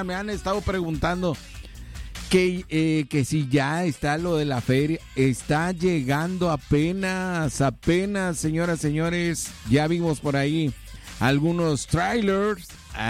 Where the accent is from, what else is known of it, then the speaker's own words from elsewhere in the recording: Ciudad Victoria, Tamaulipas, Mexico; born there; he dicho que me hicieron en Monterrey, pero nací en Ciudad Victoria, Tamaulipas